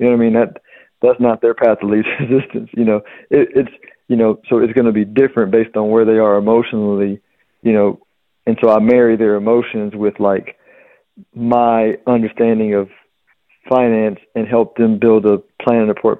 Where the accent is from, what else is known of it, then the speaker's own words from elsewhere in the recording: Houston, Texas, United States; moved away as an adult; also born or lived in San Antonio; Grew up in Houston, but I spent quite a bit of time in San Antonio. I went to college there, and then we stayed there after college for a few years after I got married.